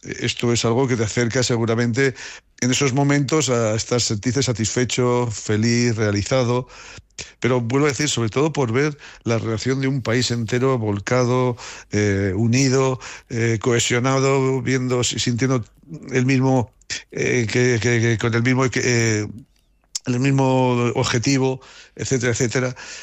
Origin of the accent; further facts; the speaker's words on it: Haro, La Rioja, Spain; yo me he sentido siempre y me siento muy querido en mi pueblo. Bueno, mi pueblo, la alcaldesa cuando me oye hablar así se enfada porque dice … que Haro es una ciudad.